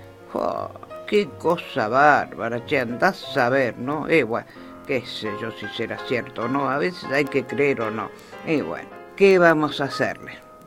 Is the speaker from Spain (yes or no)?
no; Argentina; que solemos utilizar los argentinos en forma cotidiana, dado que es una manera de estar utilizando el lunfardo, puesto que es nuestro caballito de batalla